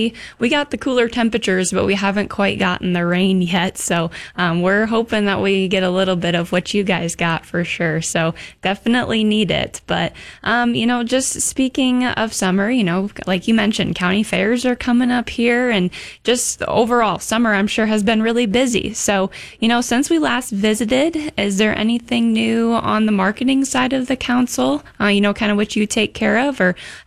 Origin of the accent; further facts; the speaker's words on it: Nebraska, United States; I grew up in Nebraska